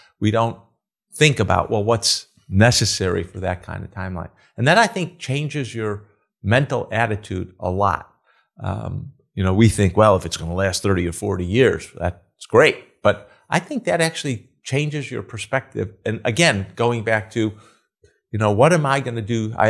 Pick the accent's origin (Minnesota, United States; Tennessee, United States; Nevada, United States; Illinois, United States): Illinois, United States; Chicago; when I was growing up in Chicago